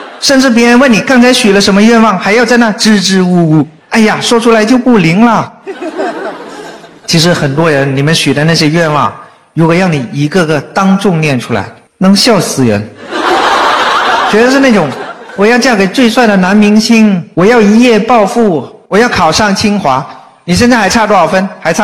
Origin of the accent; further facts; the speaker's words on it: Guangxi, China; 因为我是个广西人。